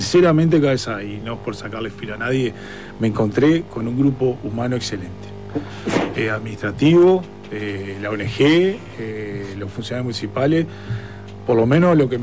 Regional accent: San Carlos, Maldonado, Uruguay; Yo soy de San Carlos, cabeza. Sí. Vos sabés que soy de San Carlos.

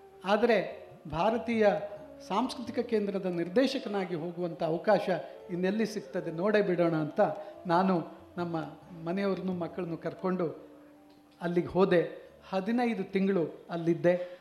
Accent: Karnataka, India; moved away as an adult; also born or lived in Tajikistan / Oman; ನಾವಿರುವಾಗ ಅಲ್ಲಿ ಕನ್ನಡಿಗರು ಇದ್ದದ್ದು 1.5 ಜನ, ಒಬ್ಬ ನಾನು

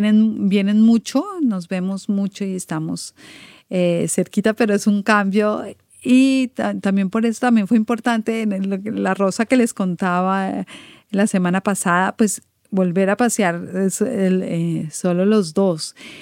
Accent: Colombia; moved away as an adult; now in Quebec, Canada; yo vengo de Colombia. también lo digo algunas veces. Yo llegué a Quebec hace 29 años. Este otoño, este agosto que acabo de pasar, cumplí 29 años de estar acá.

